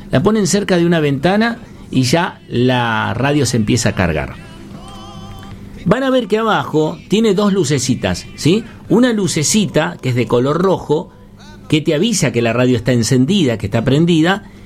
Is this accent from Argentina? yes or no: yes; Argentina